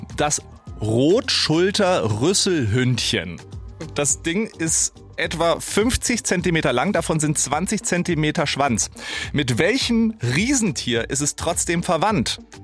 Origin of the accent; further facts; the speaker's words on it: Saarland, Germany; Top-Wetter bei uns im Saarland.